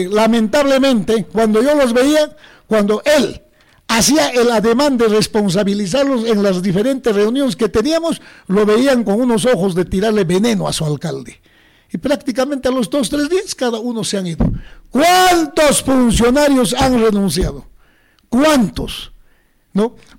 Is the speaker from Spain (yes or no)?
no; Coracora, Ayacucho, Peru